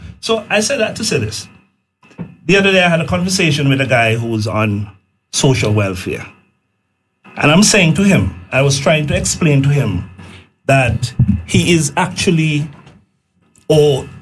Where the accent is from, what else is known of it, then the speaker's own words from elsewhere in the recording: Delvin, Leinster, Ireland; I was fortunate that I grew up in Delvin, so I knew Johnny McBrown.